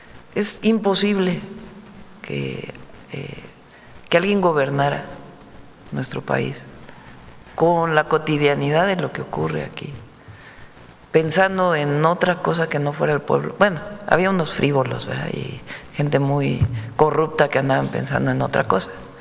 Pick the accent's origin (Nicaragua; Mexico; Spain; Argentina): Mexico